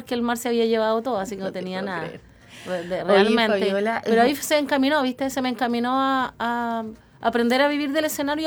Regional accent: Concepción, Biobío, Chile; moved away; Amo Concepción, mi tierra

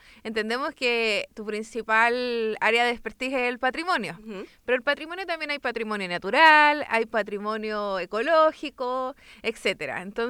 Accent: San Bernardo, Santiago Metropolitan Region, Chile; yo soy de San Bernardo

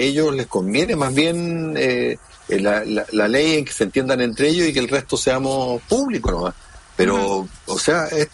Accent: Chile; nosotros como chilenos

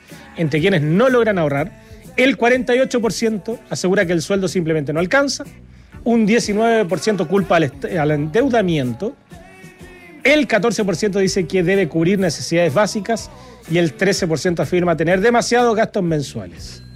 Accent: Retiro, Maule, Chile; Oriundo, lo que somos, oriundo de Retiro.

